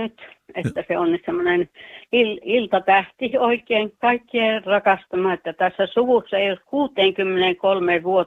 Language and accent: Finnish; Juuka, North Karelia, Finland; now in Sweden; Sieltä Pohjois-Karjalasta Juuasta.